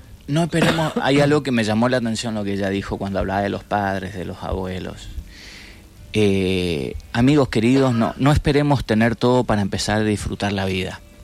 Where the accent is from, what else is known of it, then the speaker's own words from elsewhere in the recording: Chaco, Argentina; a Chaco, mi tierra natal